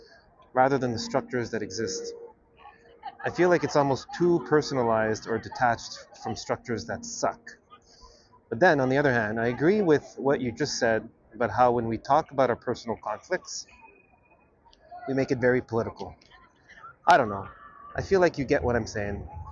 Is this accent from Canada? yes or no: yes; Canada; I'm Canadian.